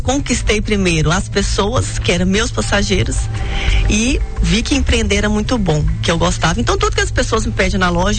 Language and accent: Portuguese; Coronel Fabriciano, Minas Gerais, Brazil; igual eu amo Coronel Fabriciano, não posso esquecer da minha terra.